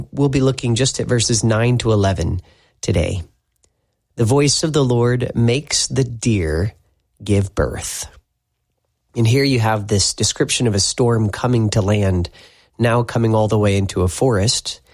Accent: Tupelo, Mississippi, United States; I'm from Tupelo, Mississippi, and a tornado swept through Tupelo in the last few years.

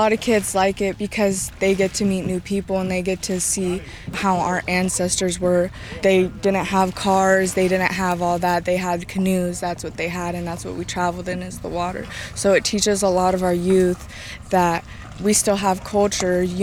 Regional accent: Washington, United States; I am from the Nisqually tribe.

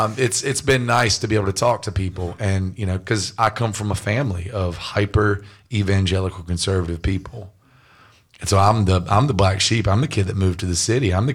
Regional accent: North Carolina, United States; because I'm a redneck from North Carolina. Like, I never left this state until I was 18 years old.

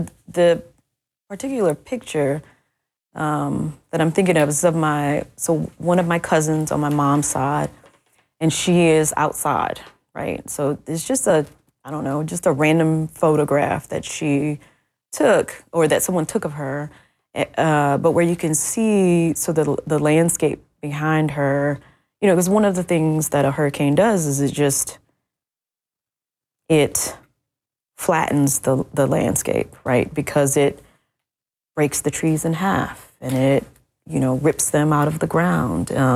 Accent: Bay St. Louis, Mississippi, United States; I live on the Mississippi Gulf Coast, right? And my hometown is on the back of the Bay of St. Louis, right?

